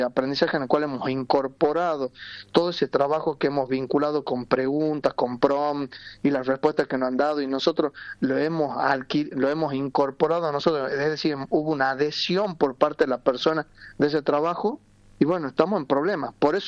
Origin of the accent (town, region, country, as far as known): Argentina